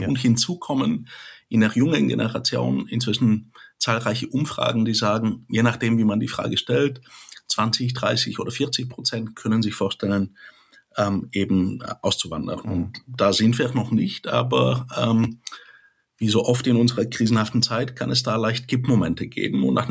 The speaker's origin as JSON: {"language": "German", "country": "Bulgaria", "lives_now": "Germany", "said": "die eben Deutschland in den Rücken kehren, unter anderem in meine Heimat Bulgarien."}